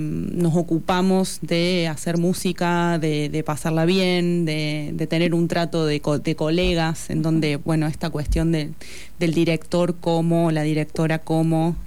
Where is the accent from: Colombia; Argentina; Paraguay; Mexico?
Argentina; Córdoba; moved away as an adult; Ambas somos cordobesas con Sole y egresadas de la misma escuela, los Niños Cantores de Córdoba.